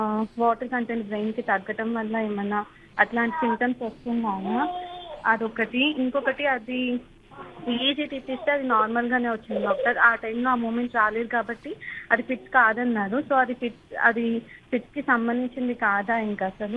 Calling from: Hyderabad, Telangana, India; నేను హైదరాబాద్ రాంపల్ నుంచి మాట్లాడుతున్నాను.

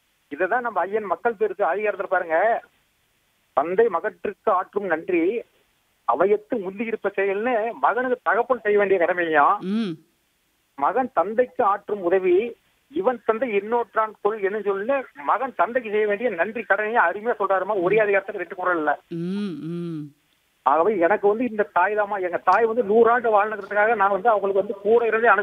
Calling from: Mangalapuram, Tamil Nadu, India; நாமக்கல் மாவட்டம் மங்களபுரம்

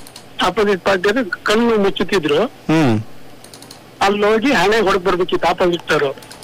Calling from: Karnataka, India; ಶಿವಮೊಗ್ಗ ತಾಲೂಕು ಕೊರಗಿ ಗ್ರಾಮದಿಂದ

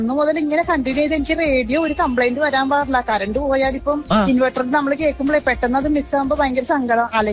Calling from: Kerala, India; വീട് വന്നിട്ട് ദേശം ജംഗ്ഷൻ കിഴക്കേ ദേശത്ത്

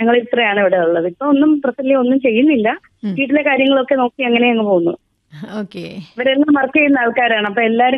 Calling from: Nalanchira, Kerala, India; ഞാൻ നാലാന്തരയിൽ നിന്നാണ് വിളിക്കുന്നത്.

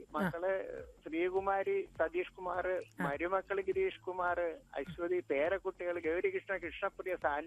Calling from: Mannancherry, Kerala, India; Mannancheri.

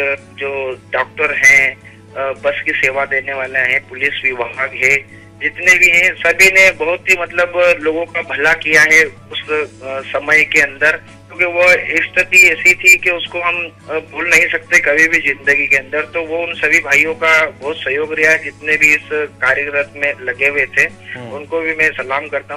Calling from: Ujjain, Madhya Pradesh, India; बोल रहा हूँ, नानाखेड़ा बस स्टैंड उज्जैन मध्य प्रदेश से।

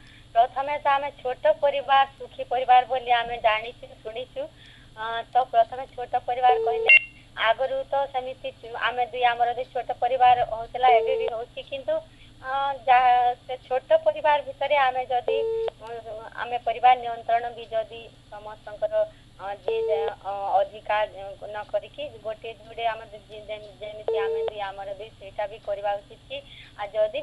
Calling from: Bargarh, Odisha, India; ହଁ ନାନୀ, ମୁଁ ବରଗଡ଼ରୁ, ବରଗଡ଼ କଟାପାଲୁ

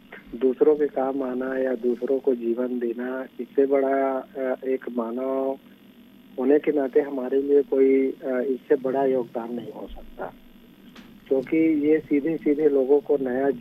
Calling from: Bemetara, Chhattisgarh, India; बेमेतरा छत्तीसगढ़ से।

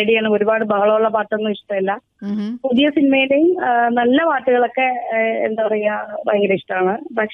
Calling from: Nalanthara, Kerala, India; ഞാന് നാലാന്തരയിൽ നിന്നാണ് വിളിക്കുന്നത്.

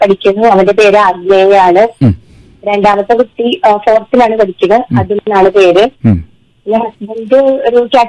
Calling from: Vilayur, Kerala, India; പാലക്കാട് ജില്ലയിലെ വിളയൂരിൽ നിന്നാണ് വിളിക്കുന്നത്.

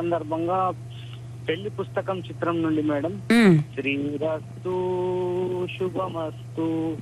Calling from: Nirmal district, Telangana, India; మాది నిర్మల్ జిల్లా కుబీర్ మండల్ పార్డికే విలేజ్

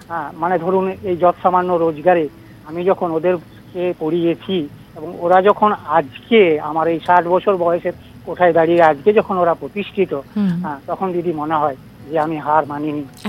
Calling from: Dubrajpur, West Bengal, India; আমি পশ্চিমবঙ্গের বীরভূম জেলার দুবরাজপুর থেকে

